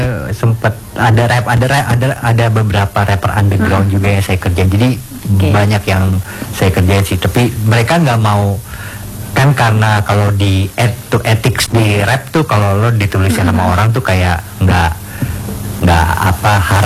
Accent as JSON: {"language": "Indonesian", "region": "Jakarta", "country": "Indonesia", "tie": "born or raised there", "said": "Asli dari Jakarta Indonesia."}